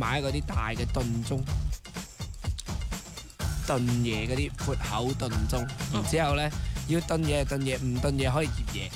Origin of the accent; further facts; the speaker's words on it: Zhaoqing, Guangdong, China; 因为我哋广东人、肇庆人会叫佢做咩啊？